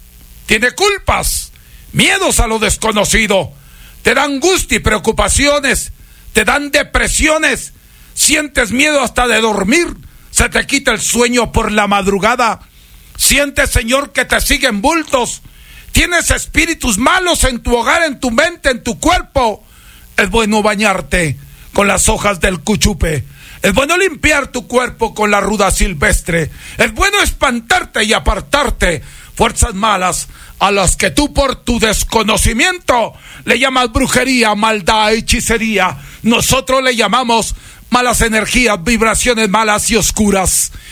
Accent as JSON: {"language": "Spanish", "town": "Huancabamba", "region": "Piura", "country": "Peru", "tie": "born or raised there", "said": "El membrillo, señor, que traigo de mi tierra natal, las guaringas de Huancabamba, Perú."}